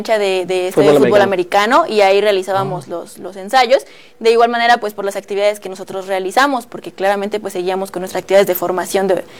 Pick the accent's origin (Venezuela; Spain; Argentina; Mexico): Mexico; esa identidad nacional de todos como mexicanos, creo que pues hace que no se sienta ni siquiera el peso de la bandera.